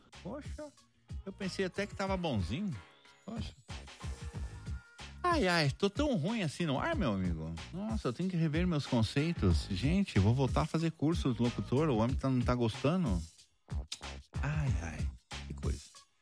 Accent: Osasco, São Paulo, Brazil; Opa, minha terra!

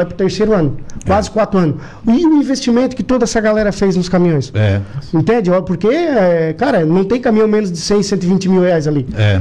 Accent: Araranguá, Santa Catarina, Brazil; a gente saiu aqui de Araranguá, um município pequeno do interior de Santa Catarina, e vamos, sem dúvida, ganhar o mundo.

